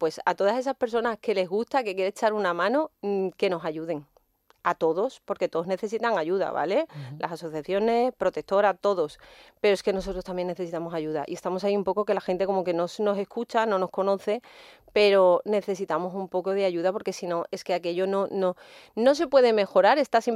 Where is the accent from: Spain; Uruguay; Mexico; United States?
Spain; somos los españoles